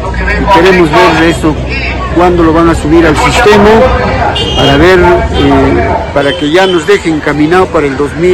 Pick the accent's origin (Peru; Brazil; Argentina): Peru; Mazamari, Junín; Vengo del distrito de Mazamari, soy de un centro poblado, se llama Santa Rosa de Viña del río Pangá. Soy alcalde de ese lugar.